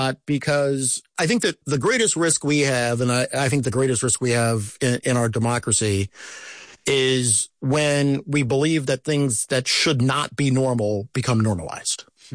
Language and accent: English; United States; my hometown newspaper gets raided by the FBI and they're executing search warrants at the Washington Post.